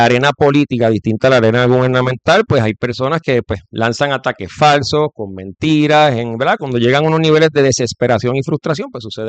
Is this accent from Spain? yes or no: no; Cataño, Puerto Rico; Yo soy de Cataño, al igual que muchas otras personas que están en el equipo, ¿verdad?, del municipio de Cataño.